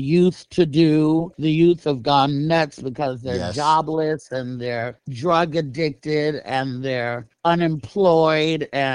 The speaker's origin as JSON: {"language": "English", "town": "Oakland", "region": "California", "country": "United States", "tie": "born or raised there", "also_born_or_lived": "Toledo, Arkansas", "moved": "yes", "said": "I was born in Toledo, Arkansas, but I was raised and reared in Oakland, California."}